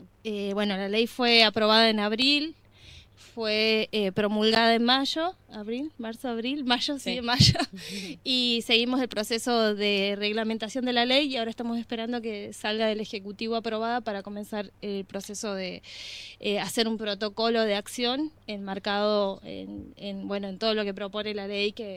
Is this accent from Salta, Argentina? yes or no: yes; Salta, Argentina; Soy de Salta.